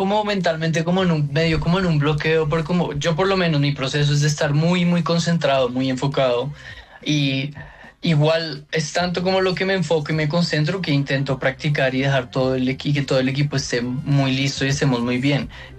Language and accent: Spanish; Bogotá, Colombia; me crié aquí en Bogotá